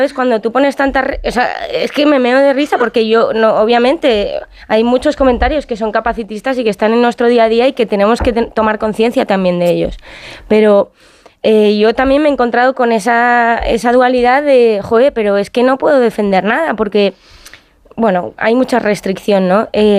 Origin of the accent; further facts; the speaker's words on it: Madrid, Community of Madrid, Spain; yo también que soy de Madrid